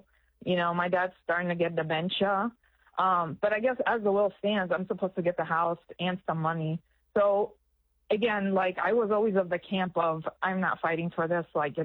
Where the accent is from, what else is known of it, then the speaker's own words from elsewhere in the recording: United States; I grew up in the States with my mom.